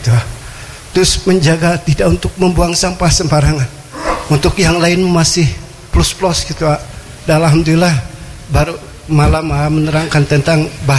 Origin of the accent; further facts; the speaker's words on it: Majalengka, West Java, Indonesia; dari Majalengka.